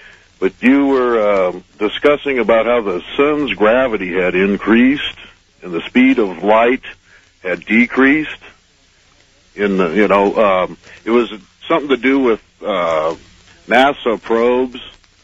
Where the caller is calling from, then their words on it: Reno, Nevada, United States; from Reno.